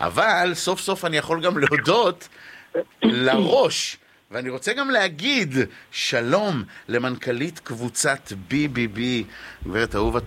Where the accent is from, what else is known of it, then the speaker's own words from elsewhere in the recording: Eilat, Southern District, Israel; אני כאילתי